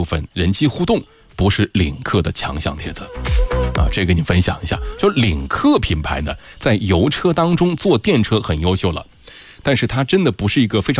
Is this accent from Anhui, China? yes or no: no; Yichang, Hubei, China; 因为我是宜昌的